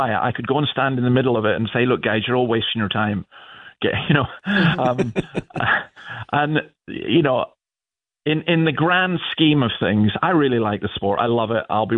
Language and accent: English; Scotland, United Kingdom; also born or lived in Sydney; now in Newcastle, Australia; I couldn't believe when I came here because I'm from Scotland and I've no interest in rugby league at all.